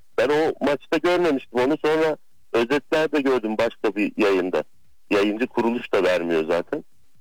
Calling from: Ankara, Turkey; Ankara'dan arıyorum.

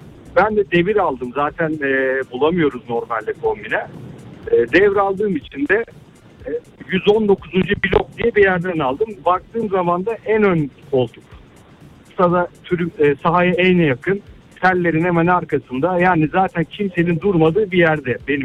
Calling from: Istanbul, Turkey; Galatasaray taraftarıyım. İstanbul'dan bağlanıyorum.

